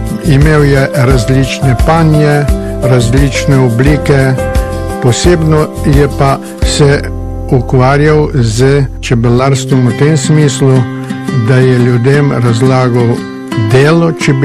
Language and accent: Slovenian; Sela pri Šentjerneju, Southeast Slovenia, Slovenia; iz Šentjerneja sedaj, bil sem pa doma iz Sil pri Šentjerneju.